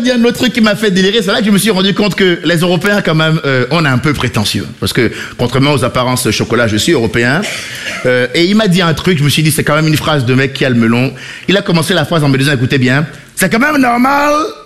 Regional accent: Benin; born or raised there

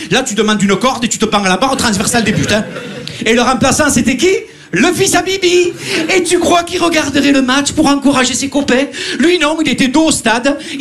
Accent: Marseille, Provence-Alpes-Côte d'Azur, France; Bon alors moi je viens de Marseille, mais vous inquiétez pas, je ferai pas de clichés. Je l'ai subi au quotidien à chaque fois que je suis à Paris.

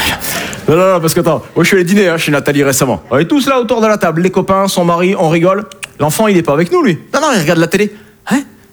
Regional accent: Southern France, France; Hein, je viens du sud de la France.

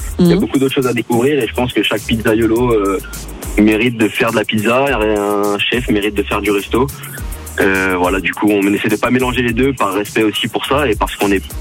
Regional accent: Lyon, Auvergne-Rhône-Alpes, France; Je suis de Lyon, moi.

